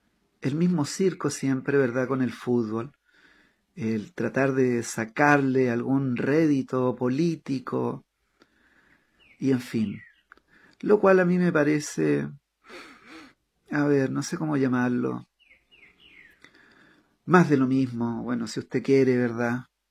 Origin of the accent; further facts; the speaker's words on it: Chile; moved away as an adult; now in Paraguay; ustedes saben que yo soy chileno, pero no me digan chileno a secas, porque yo llevo 14 años viviendo en Paraguay y tengo dos pequeños que son paraguayitos.